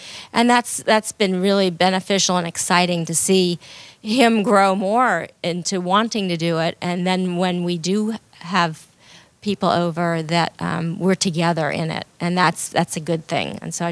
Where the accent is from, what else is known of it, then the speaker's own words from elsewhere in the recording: New York City, New York, United States; but I grew up in New York City, and we had a tiny kitchen